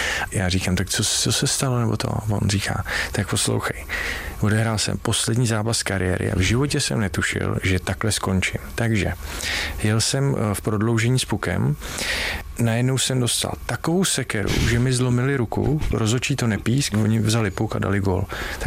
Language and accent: Czech; Říčany, Central Bohemian Region, Czechia; já jsem z Říčan